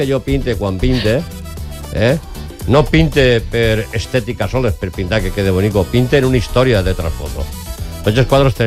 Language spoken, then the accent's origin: Catalan; Valencian Community, Spain; also born or lived in Jaén; Jo no soc nascut a en València, jo soc nascut en Jaén, perquè ho sapiau.